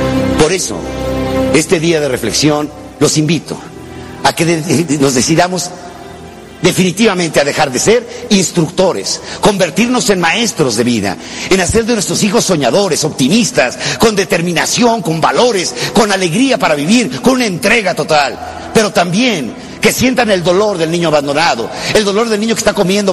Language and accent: Spanish; Mexico; Yo no soy de México, yo soy México.